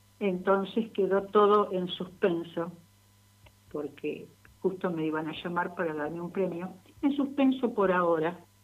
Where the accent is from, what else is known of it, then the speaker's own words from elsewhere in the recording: Argentina; Yo soy descendiente por completo de inmigrantes, aunque yo soy argentina.